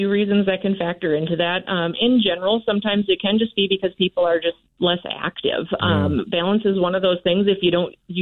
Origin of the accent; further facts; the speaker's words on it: Montevideo, Minnesota, United States; Yeah, so I'm originally from Montevideo. I did my undergraduate at Gustavus down in St. Peter.